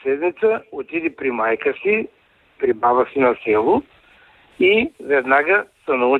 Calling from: Varna, Varna Province, Bulgaria; Ми обажда, съм Варна.

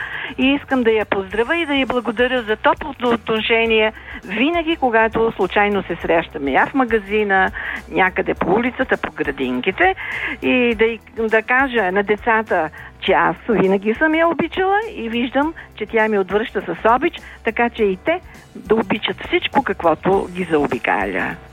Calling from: Sofia, Sofia City, Bulgaria; съм от София и тук нашия квартал Гео Милев, такъв дъжд, такъв град не би

